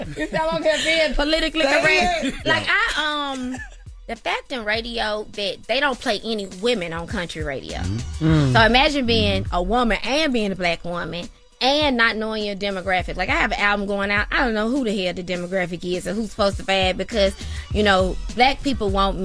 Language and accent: English; Tennessee, United States; I am from Tennessee.